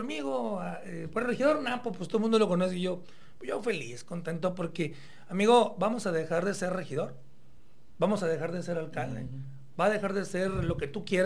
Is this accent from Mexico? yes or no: yes; Culiacán, Sinaloa, Mexico; moved away as an adult; now in Tijuana, Mexico; Yo vengo de Culiacán, de una familia muy trabajadora